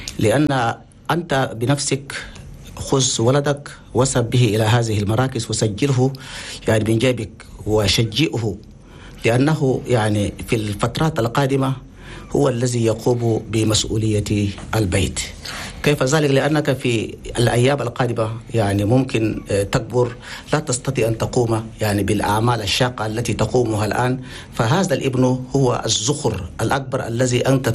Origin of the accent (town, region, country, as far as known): Chad